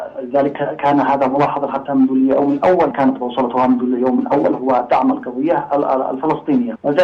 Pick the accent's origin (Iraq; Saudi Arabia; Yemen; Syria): Yemen; عندنا في اليمن